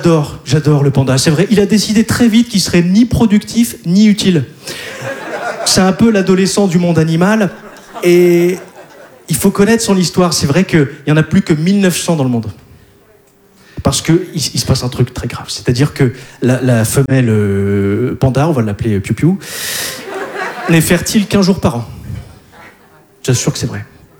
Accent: Hauts-de-France, France; mais moi je viens du Nord. Et il faut savoir qu'en France, on regarde à peu près 3 heures la télévision. Nous, dans le Nord, on en regarde à peu près 6.

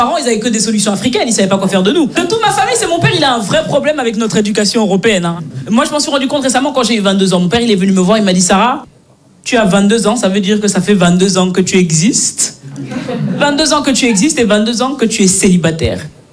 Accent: Belgium; Moi je suis née, j'ai grandi en Belgique, mes parents sont nés, ils ont grandi au Cameroun.

